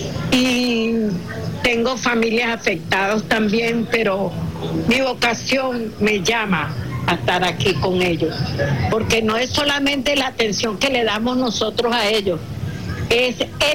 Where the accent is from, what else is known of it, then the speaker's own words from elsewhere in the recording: La Guaira, Venezuela; lo que yo he vivido aquí en Vargas. Soy nacida y criada aquí en Vargas y esta es la tercera tragedia que yo he vivido.